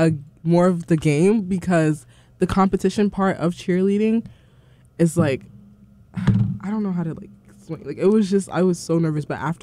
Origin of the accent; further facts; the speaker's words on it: Freeport, New York, United States; now in Merrick, United States; And I had pictures, I had videos, because I'm from Freeport, me and Brianna.